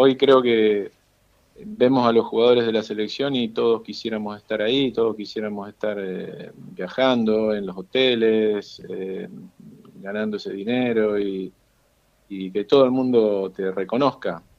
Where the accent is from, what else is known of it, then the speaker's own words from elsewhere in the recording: Villa Constitución, Santa Fe, Argentina; moved away; yo soy de Villa Constitución, una ciudad que está a 50 kilómetros de Rosario, a 20 kilómetros de San Nicolás, que es la casa de María.